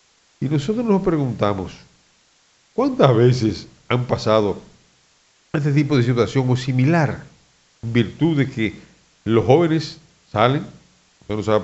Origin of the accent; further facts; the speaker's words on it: Dominican Republic; somos dominicanos